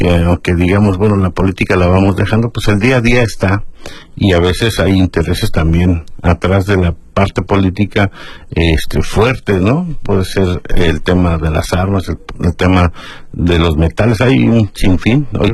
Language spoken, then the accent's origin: Spanish; Mexico; nosotros como mexicanos